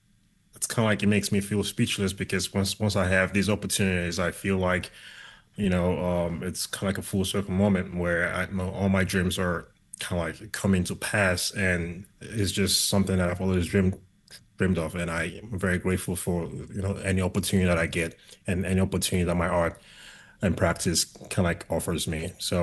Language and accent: English; Nigeria; now in United States; my immigration from Nigeria to the US